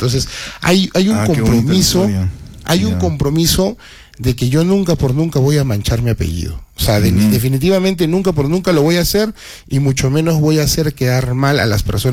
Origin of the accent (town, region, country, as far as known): Cerro Colorado, Arequipa, Peru